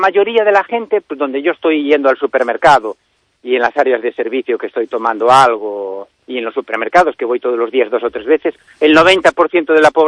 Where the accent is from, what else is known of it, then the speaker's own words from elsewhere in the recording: Spain; soy un deportista español